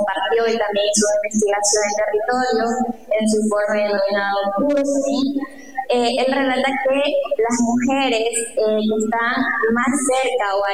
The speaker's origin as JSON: {"language": "Spanish", "country": "Ecuador", "said": "nosotros como ecuatorianos"}